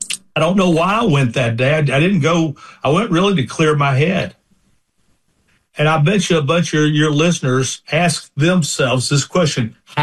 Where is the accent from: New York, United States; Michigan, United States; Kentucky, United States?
Kentucky, United States; I'm from Kentucky